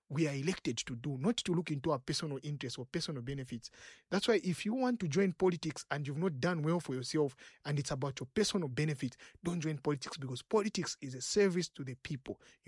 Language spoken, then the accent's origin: English; Lusaka, Lusaka Province, Zambia; When I was growing up in Matero